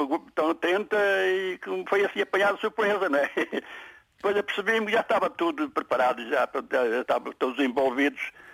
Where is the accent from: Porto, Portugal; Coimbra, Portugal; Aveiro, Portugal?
Porto, Portugal; Vila das Aves; now in Maia, Portugal; Eu sou natural da Vila das Aves Santo Tirso.